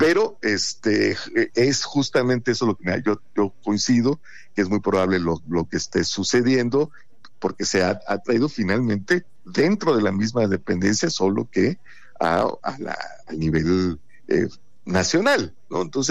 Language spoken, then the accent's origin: Spanish; Veracruz, Mexico; moved away; en mi patria chica, allá en Veracruz